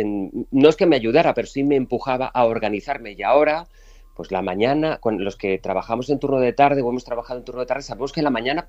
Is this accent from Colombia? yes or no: no; Spain; Soy un tipo muy de pueblo, soy de la Ribera, presumo cada vez más de serlo, y más orgulloso de eso.